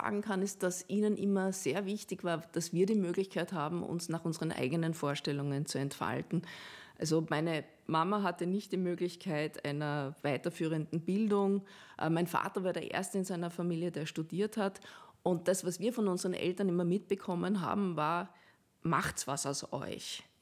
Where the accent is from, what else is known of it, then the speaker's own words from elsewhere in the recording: Saalfelden, Salzburg, Austria; Da gab es so neben dem Fußballplatz in Saalfelden im Pinzgau, da wo ich aufgewachsen bin, gab es so ein kleines Fußballfeld